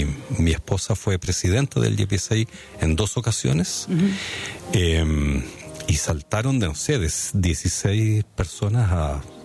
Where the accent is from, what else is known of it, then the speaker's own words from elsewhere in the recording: Chile; moved away as an adult; now in Chapel Hill, United States; Nosotros somos chilenos, nos regresábamos a Chile.